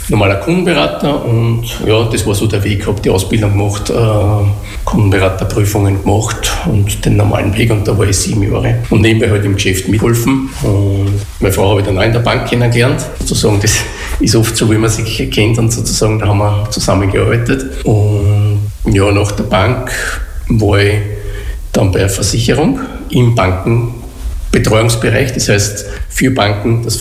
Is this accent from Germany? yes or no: no; Texing, Lower Austria, Austria; also born or lived in St. Pölten / Melk; Also ich bin 1967 in St. Pölten im Krankenhaus auf die Welt gekommen und bin halt in Texing dann da in dem Elternhaus aufgewachsen und ja, Volksschule Texing.